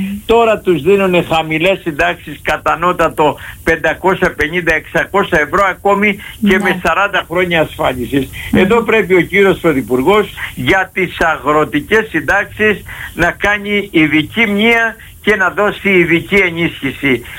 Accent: Western Greece, Greece; και από την πατρίδα μου την Ηλία με πήραν

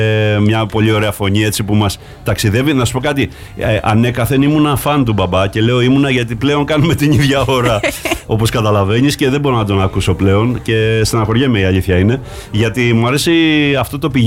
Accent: Greece; επειδή είμαστε Έλληνες

